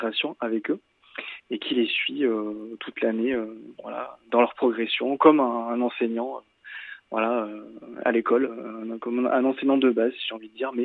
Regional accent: Solignac-sur-Loire, Auvergne-Rhône-Alpes, France

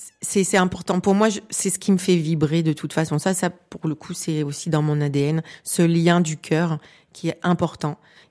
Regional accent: Hauts-de-France, France; Je viens du nord de la France et à l'époque, voilà, j'ai eu un grand-père qui allait à la mine

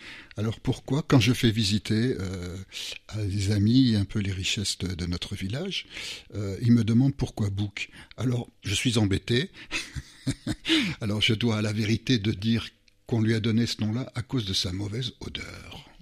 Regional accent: Grand Est, France; first language Luxembourgish (Moselle Franconian); French is a second language; Je suis au sud de Metz, dans l'ancien canton de Pange, au bord de la rivière délicieusement nommée l'Agnée française.

